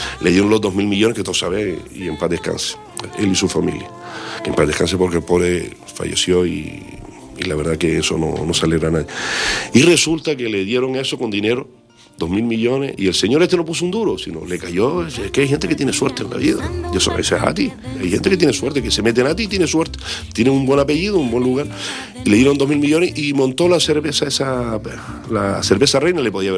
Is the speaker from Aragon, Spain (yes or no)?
no; Canary Islands, Spain